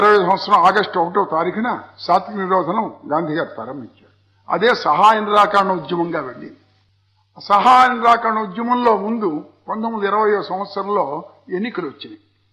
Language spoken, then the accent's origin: Telugu; Andhra Pradesh, India; మాది మా కంటసాల గ్రామం చాలా పెద్ద గ్రామం. చుట్టూ 13 గ్రామాలకు అది సెంటరు